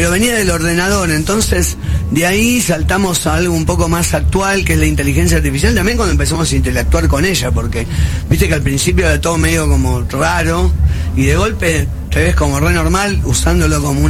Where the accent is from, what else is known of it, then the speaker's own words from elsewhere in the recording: Argentina; medio tanguero, por ahí medio porteño, pero yo qué sé, creo que nos representa un poco, viste, cuando vas a otros países, lo primero que te dicen, ¿de dónde sos, argentino?